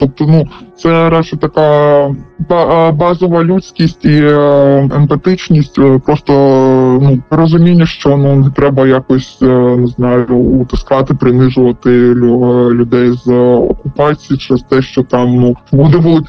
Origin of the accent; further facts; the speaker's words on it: Donetsk Oblast, Ukraine; moved away; я приїхала саме з Донеччини, зі староокупованої території